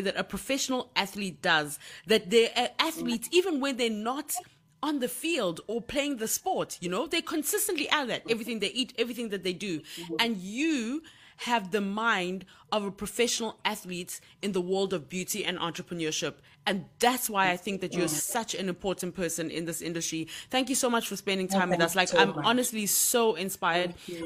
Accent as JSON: {"language": "English", "country": "South Africa", "tie": "born or raised there", "also_born_or_lived": "Uganda", "moved": "as an adult", "lives_now": "Ghana", "said": "Like, firstly, you know, I'm Ugandan, but I grew up in South Africa. Okay. So I became naturalized South African. And now I'm living in West Africa, in Ghana."}